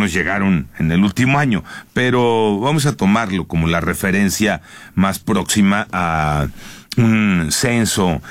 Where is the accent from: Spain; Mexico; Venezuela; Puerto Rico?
Mexico